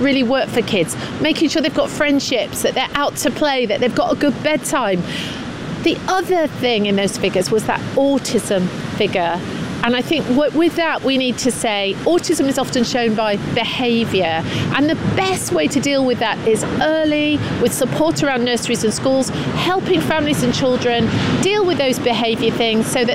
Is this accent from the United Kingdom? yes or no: yes; Scunthorpe, Yorkshire and the Humber, United Kingdom; I come from Scunthorpe. I want to see investment there. It was a great steel town, and everybody's there ready to work.